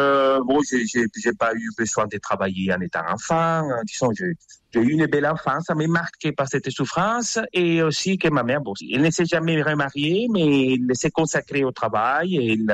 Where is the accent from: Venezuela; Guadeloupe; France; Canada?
Venezuela; moved away; J'ai quitté le Venezuela il y a plus de 20 ans. Et j'ai une sœur qui habite au Chili, j'ai des nièces qui sont aux États-Unis, en République dominicaine.